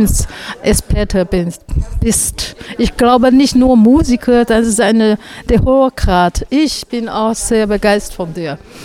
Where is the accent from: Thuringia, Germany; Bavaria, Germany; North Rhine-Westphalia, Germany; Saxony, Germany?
Saxony, Germany; Leipzig; Ich komme aus Leipzig, ne?